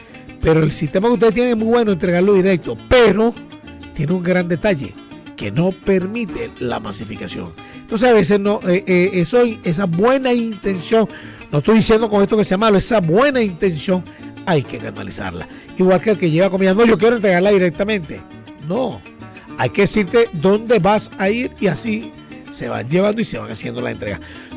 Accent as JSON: {"language": "Spanish", "country": "Venezuela"}